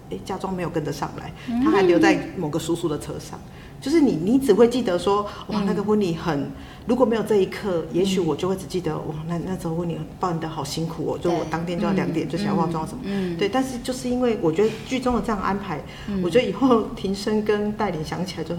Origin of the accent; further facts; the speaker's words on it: Tainan, Taiwan; moved away as an adult; now in Taipei, Taiwan; 因为我是台南的女儿，我要嫁到台北